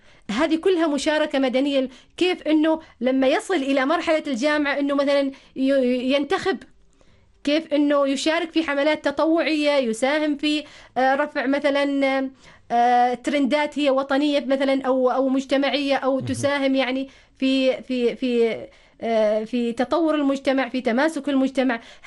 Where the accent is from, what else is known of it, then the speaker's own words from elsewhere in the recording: Oman; أنا مثلا كعماني كمسلم